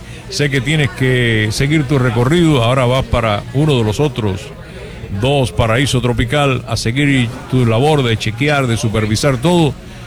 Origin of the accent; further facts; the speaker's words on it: Camajuaní, Villa Clara, Cuba; moved away; yo soy de Camajuaní, así que villaclareño los dos.